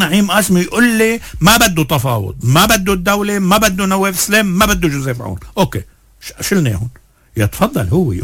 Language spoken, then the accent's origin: Arabic; Lebanon